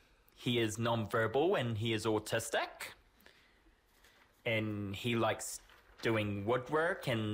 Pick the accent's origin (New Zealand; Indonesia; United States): New Zealand; Gisborne; now in Napier, New Zealand; Since 2012. I originally grew up in Gisborne.